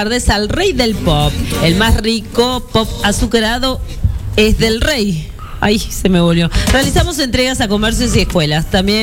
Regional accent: Uruguay; a nosotros, los uruguayos

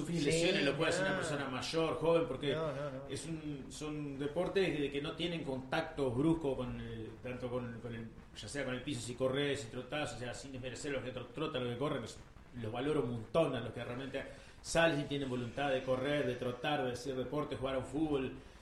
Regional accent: Buenos Aires, Argentina; Toda mi vida viví lo que es a la vuelta de River, el barrio acá del asilo, acá viví ahí.

